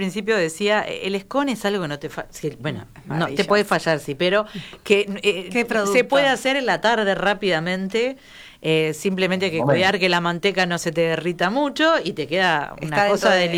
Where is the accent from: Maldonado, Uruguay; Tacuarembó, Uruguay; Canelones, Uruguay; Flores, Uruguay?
Maldonado, Uruguay; Piriápolis; moved away as an adult; yo soy de nacimiento, de generaciones. Viví hasta los 18, pero toda mi familia siempre vivió allá.